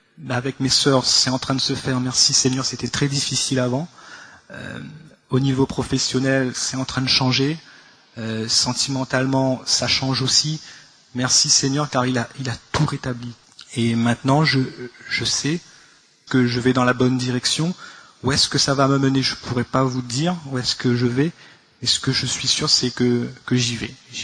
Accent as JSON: {"language": "French", "country": "Réunion", "said": "je viens de l'île de la Réunion"}